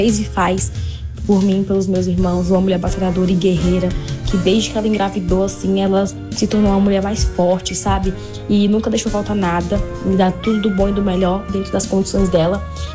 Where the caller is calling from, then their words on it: Gama, Federal District, Brazil; eu tô falando do Gama.